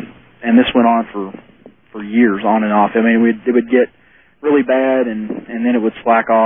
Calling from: Tulsa, Oklahoma, United States; I'm from Tulsa.

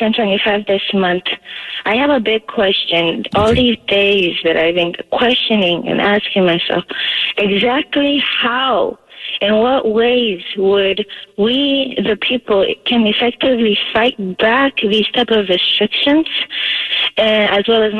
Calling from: Santa Rosa, California, United States; I'm calling from Santa Rosa, Sonoma County, and in the Fremont East Bay area here in California. I may be one of your youngest callers here. I turned 25 this month.

